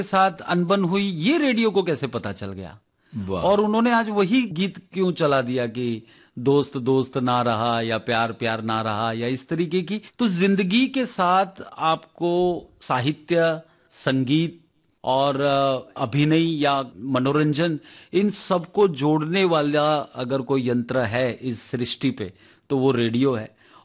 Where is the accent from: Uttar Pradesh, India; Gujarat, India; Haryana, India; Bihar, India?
Gujarat, India; Ahmedabad; वो हमारे अहमदाबाद में ही, अहमदाबाद हाँ। हमारा जो एक मोहल्ला है, जो हमारा गांव है छारा नगर गांव, तो वहां पर रहते थे।